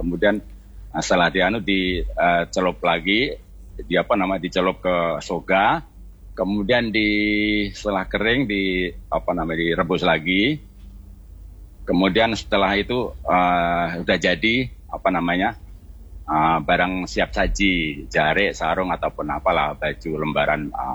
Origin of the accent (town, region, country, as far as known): Klaten, Central Java, Indonesia; born or raised there